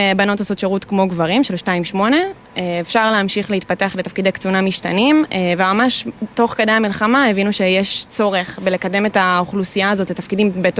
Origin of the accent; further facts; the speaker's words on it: Northern Israel, Israel; now in Central Israel, Israel; אז אני במקום מהצפון, אני גרה במרכז